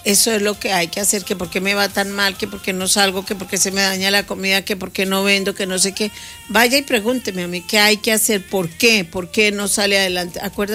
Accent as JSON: {"language": "Spanish", "country": "Ecuador", "said": "16 años siendo ecuatoriana, y sigo siendo ecuatoriana. Ustedes saben que yo amo y adoro Ecuador"}